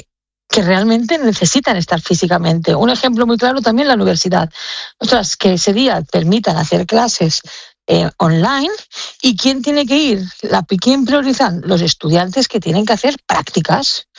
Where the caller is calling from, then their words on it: Tarragona, Catalonia, Spain; Yo vivo en Tarragona y trabajo en el puerto de Barcelona, en la zona portuaria.